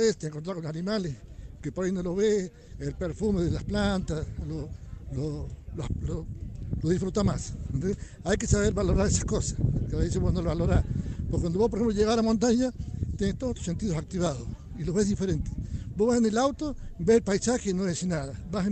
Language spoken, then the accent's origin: Spanish; Merlo, San Luis, Argentina; De Merlo, San Luis.